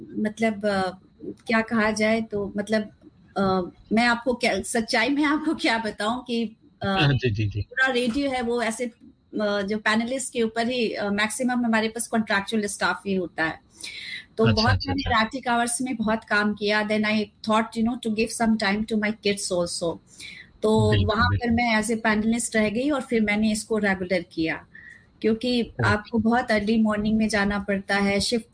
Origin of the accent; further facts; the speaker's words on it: Hindi belt, India; first language Hindi; क्योंकि मैं हिंदी बेल्ट की हूँ तो हिंदी डेफिनेटली मेरी मातृभाषा है।